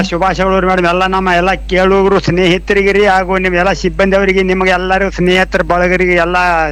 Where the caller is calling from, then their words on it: Bijapur, Karnataka, India; ಬಿಜಾಪುರ್ ಜರ ತಂಪಾಗ್ಯಾದ್ರಿ ಮೇಡಮ್, ನಿನ್ನೆ ಜರ ಮಳೆ ಆಗ್ಯಾದ್ರಿ ನಮಗ ಬಿಜಾಪುರ್ಕ.